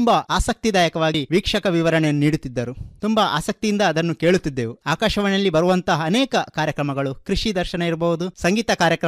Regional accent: Devandabettu, Karnataka, India; ನಮ್ಮ ಊರಿನ ಗ್ರಾಮದೇವತೆಯಾದ ದೇವಂದಬೆಟ್ಟು ಶ್ರೀ ಲಕ್ಷ್ಮೀ ವಿಷ್ಣುಮೂರ್ತಿ ದೇವಸ್ಥಾನದ

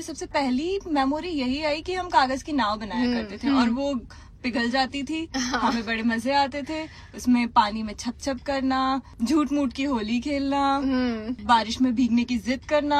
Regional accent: Indore, Madhya Pradesh, India; मैं इंदौर से हूँ और मैं गूगल एड्स में काम करती हूँ।

